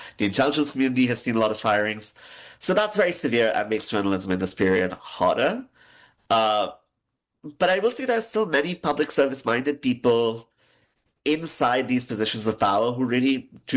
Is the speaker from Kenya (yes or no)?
no; Pakistan; now in United States; I grew up in Pakistan in the 90s and 2000s